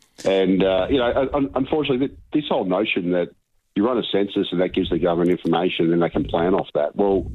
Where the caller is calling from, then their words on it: Melbourne, Victoria, Australia; Now I'm calling you from Victoria or from Melbourne in particular, and down here we probably have the most incompetent state government in the country.